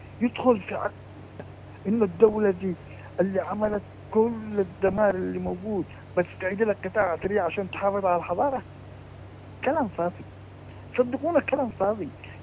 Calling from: Aden, Yemen; عندنا في عدن.

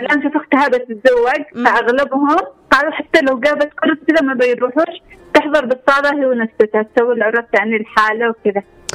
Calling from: Taiz Governorate, Yemen

